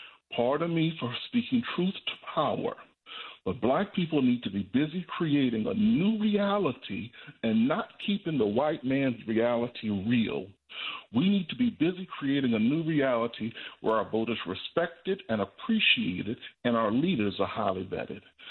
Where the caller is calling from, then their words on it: Georgia, United States; I remind the audience, I'm calling from Georgia, where Dr. King did his greatest work